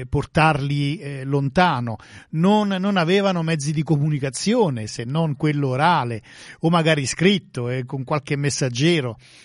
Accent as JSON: {"language": "Italian", "town": "San Giorgio La Molara", "region": "Campania", "country": "Italy", "said": "come si dice al mio paese, a San Giorgio la Molara"}